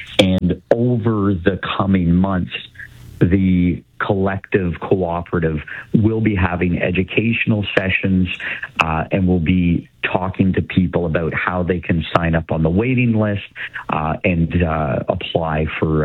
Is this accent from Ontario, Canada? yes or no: yes; Niagara, Ontario, Canada; someone who was born and raised in Niagara to participate with all of these great partners and bring some of the real housing solutions for affordability to our community here in Niagara.